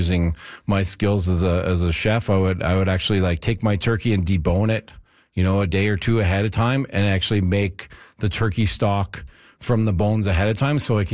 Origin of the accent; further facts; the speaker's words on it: Sherwood Park, Alberta, Canada; I'm from outside of Edmonton. I'm from Sherwood Park, and there's a lot of Ukrainian folks up there.